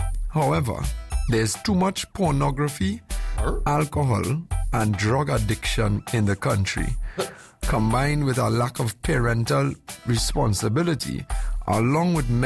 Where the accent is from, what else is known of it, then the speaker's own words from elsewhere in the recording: Arima, Trinidad & Tobago; I grew up in Malabar in Arima